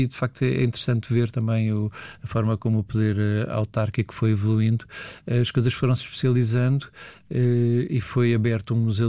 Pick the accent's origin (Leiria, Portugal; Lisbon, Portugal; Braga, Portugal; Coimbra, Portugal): Lisbon, Portugal; moved away as an adult; also born or lived in Viana do Castelo; Fiz tudo em Lisboa, portanto, vivi em Lisboa até aos 22 anos e depois decidi voltar para Viana